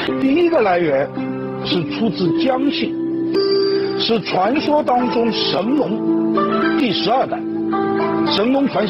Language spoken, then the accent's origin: Chinese; Jiangsu-Zhejiang, China; 我老家江浙一带